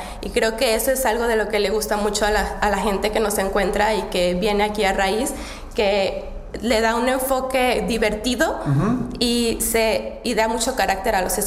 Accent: Mexico; now in Czechia; también en especial cuando saben que soy que soy mexicana

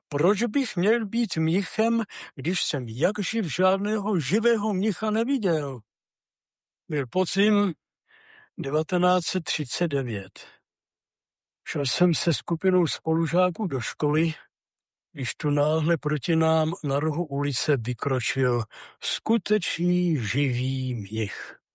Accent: Plasy, Plzeň Region, Czechia; mi kázal na primici v mém rodišti, v mém rodném kraji v Plasích

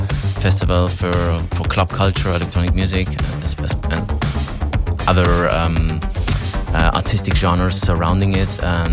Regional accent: Dresden, Saxony, Germany; I mean, I am from Dresden, and Dresden has quite a lively music scene, I would say.

